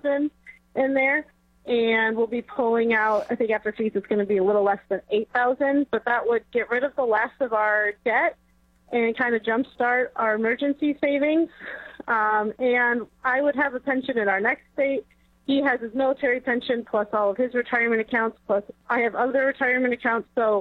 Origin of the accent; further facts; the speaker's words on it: Missouri, United States; I'm from Missouri.